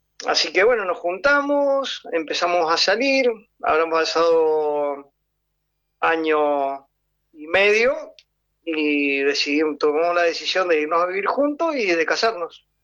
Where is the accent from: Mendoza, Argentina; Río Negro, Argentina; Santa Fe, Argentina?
Mendoza, Argentina; Luján de Cuyo; De Mendoza, sí. Los dos somos de Luján de Cuyo.